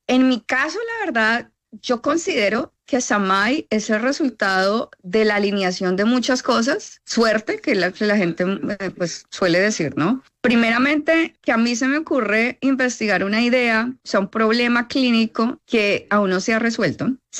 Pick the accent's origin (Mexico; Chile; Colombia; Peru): Colombia; Neiva, Huila; otro colombiano, yo soy de Neiva, huilense